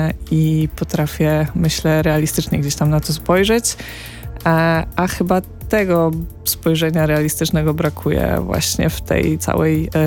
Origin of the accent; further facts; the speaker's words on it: Warsaw, Masovian Voivodeship, Poland; moved away; ja jestem urodzona w Warszawie i wychowana, także nie miałam takiego wyobrażenia, jak to może wyglądać inaczej. I całe życie spędziłam tutaj.